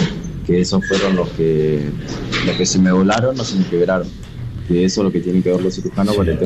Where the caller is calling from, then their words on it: Esperanza, Santa Fe, Argentina; yo soy de Esperanza